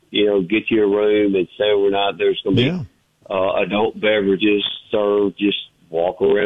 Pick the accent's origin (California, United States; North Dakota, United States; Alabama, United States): Alabama, United States; Jasper; we got something going on in my hometown. It's Jasper, Alabama.